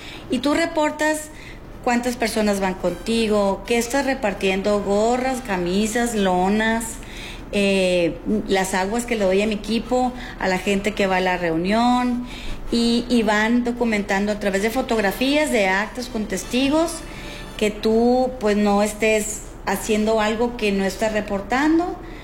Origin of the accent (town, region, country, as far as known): Mexico